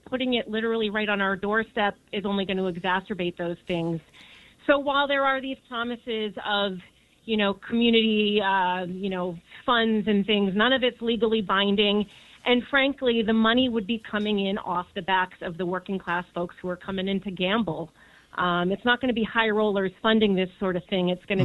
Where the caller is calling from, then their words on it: Jackson Heights, New York, United States; But I'm calling from Jackson Heights, Queens